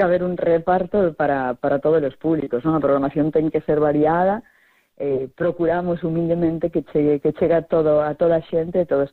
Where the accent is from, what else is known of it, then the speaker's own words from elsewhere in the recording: Soutelo, Galicia, Spain; Eu digo moitas veces, eu son de Soutelo e a xente me dice, al lado do Bar 59